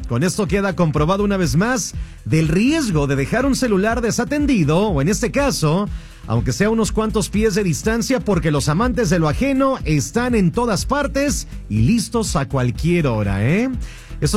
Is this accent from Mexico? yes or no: yes; Mexico; quiero aclarar algo realmente como mexicano.